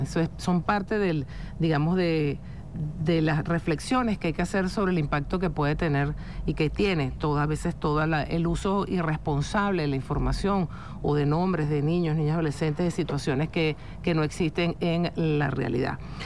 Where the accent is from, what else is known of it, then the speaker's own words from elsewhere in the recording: Venezuela; orgullosos y orgullosas de ser venezolanos y venezolanas